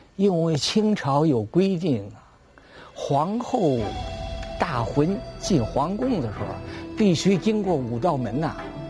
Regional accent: China; 我们中国人，北京人

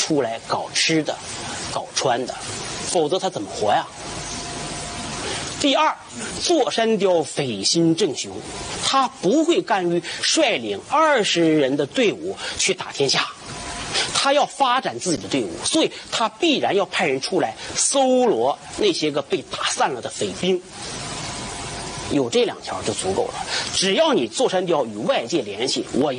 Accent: Mudanjiang, Heilongjiang, China; 我的家乡牡丹江一带

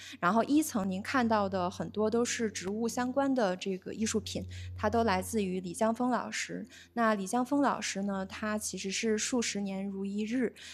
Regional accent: China; 因为我们中国人自古就是有这种寄情草木的这种生命情怀

